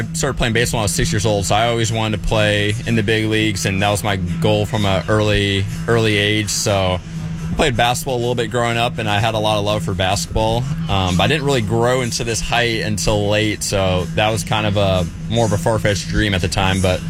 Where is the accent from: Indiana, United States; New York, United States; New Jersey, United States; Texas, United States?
Indiana, United States; pitching in my home state